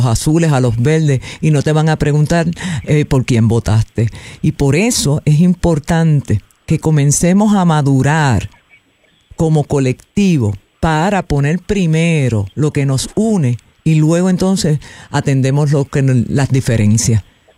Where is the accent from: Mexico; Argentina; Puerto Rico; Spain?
Puerto Rico; somos puertorriqueños y somos puertorriqueñas.